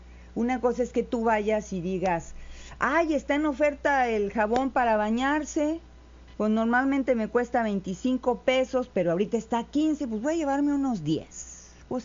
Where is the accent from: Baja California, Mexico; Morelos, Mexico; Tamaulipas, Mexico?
Tamaulipas, Mexico; Villagrán; Dije que no se me pase felicitar a mi pueblo natal, el hermoso.